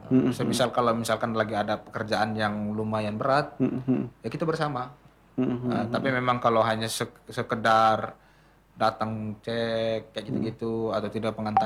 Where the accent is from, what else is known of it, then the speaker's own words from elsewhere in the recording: Java, Indonesia; jadi kita dari Jawa lah datang ke sini, yang notabene-nya di sini tuh belum ada MBG dulu.